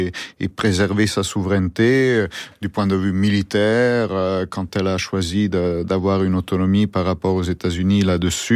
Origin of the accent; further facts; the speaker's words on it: Italy; en tant qu'Italien très francophile